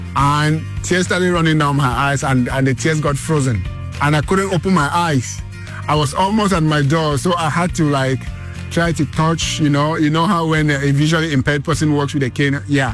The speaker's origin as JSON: {"language": "English", "country": "Cameroon", "moved": "as an adult", "lives_now": "Yellowknife, Canada", "said": "I am originally from Cameroon, a country in Central Africa. I moved to Canada for education, and then I moved up here."}